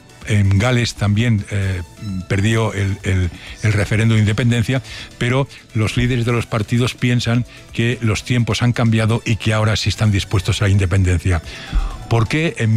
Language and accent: Spanish; Barcelona, Catalonia, Spain; Yo recuerdo en Cataluña, por ejemplo, de donde soy de Barcelona, como he dicho varias veces